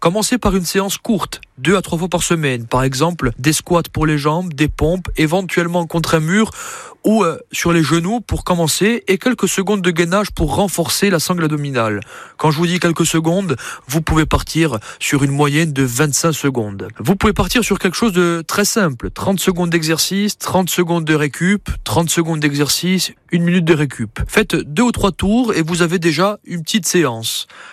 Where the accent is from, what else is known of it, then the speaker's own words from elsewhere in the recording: Corsica, France; Et puis chez nous en Corse, nous avons, je pense, de merveilleux paysages.